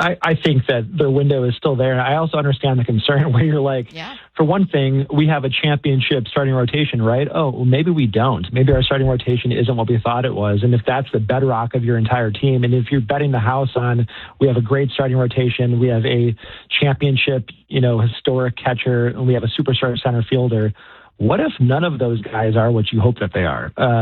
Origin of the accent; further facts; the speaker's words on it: Chicago, Illinois, United States; I'm from Chicago. I grew up as a White Sox fan